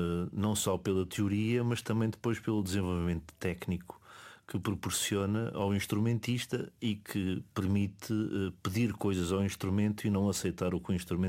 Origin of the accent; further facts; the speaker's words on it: Centro, Portugal; also born or lived in Paris; como vivi em Paris há alguns anos, onde estudei e onde poderia ter ficado, não é? Mas não decidi voltar para casa, porque o chamamento da beira baixa, da beira alta, enfim, da minha terra, sempre falou mais alto